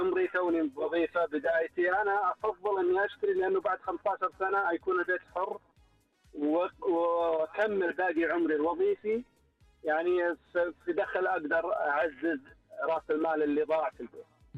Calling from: Riyadh, Riyadh Province, Saudi Arabia; أقول من الرياض أكلم

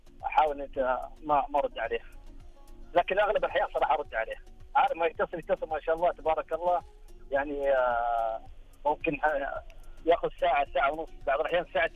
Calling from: Mecca, Makkah Province, Saudi Arabia

